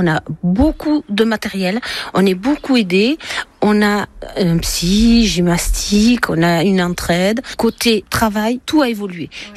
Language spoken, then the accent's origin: French; Montléon, France; je suis aide à domicile et je suis de Montléon.